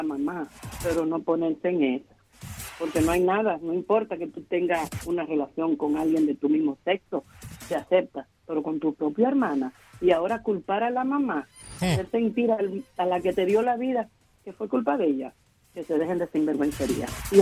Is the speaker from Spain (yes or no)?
no; Dominican Republic; moved away; nosotros en la República Dominicana, en una habitación, dormíamos uno encima del otro